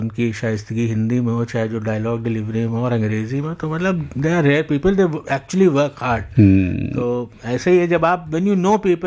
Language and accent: Hindi; Lucknow, Uttar Pradesh, India